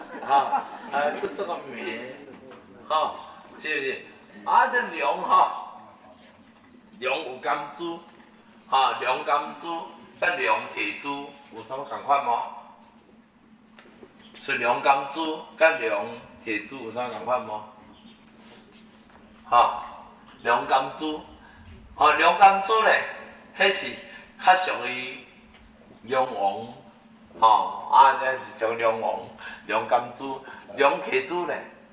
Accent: Taiwan

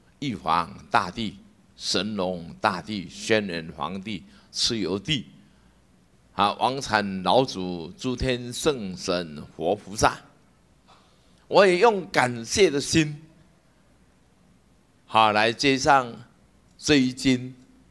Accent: Taiwan; 我们台湾人民

